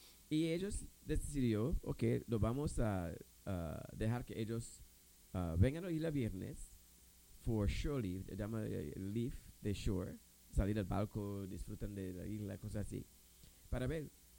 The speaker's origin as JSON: {"language": "Spanish", "country": "U.S. Virgin Islands"}